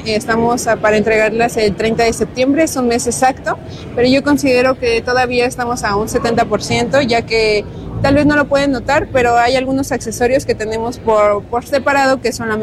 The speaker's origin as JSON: {"language": "Spanish", "town": "Atlixco", "region": "Puebla", "country": "Mexico", "said": "soy artista o artesana del municipio de Atlixco."}